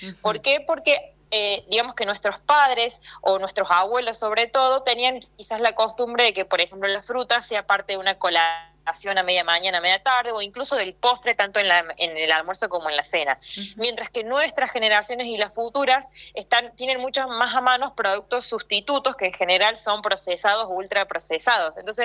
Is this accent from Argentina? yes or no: yes; Argentina